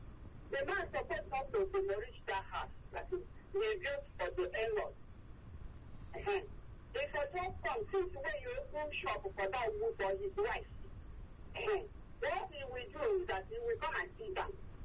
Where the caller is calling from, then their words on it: Lagos, Nigeria; I'm calling from Isheri Oshun.